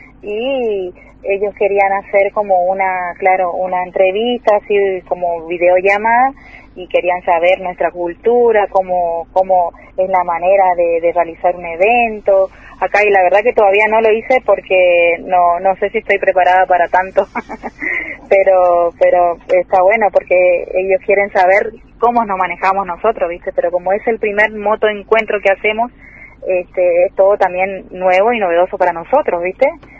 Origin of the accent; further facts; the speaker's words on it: Mercedes, Corrientes, Argentina; somos todos acá de Mercedes